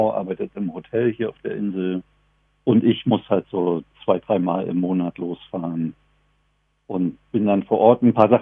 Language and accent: German; Dessau, Saxony-Anhalt, Germany; Nee, das war in Dessau, wo ich herkomme.